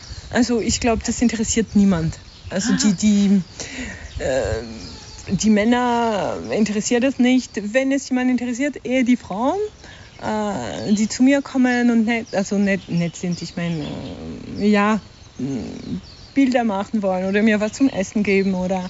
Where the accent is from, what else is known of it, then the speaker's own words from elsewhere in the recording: France; German is a second language; now in Austria; ich bin Bergführerin. Ich bin Französin, ich lebe aber in Österreich.